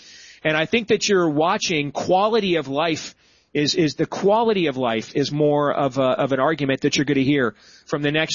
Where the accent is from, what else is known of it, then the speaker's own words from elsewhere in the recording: Iowa, United States; I think in my home state, Randy Feenstra was kind of the dying gasp of that.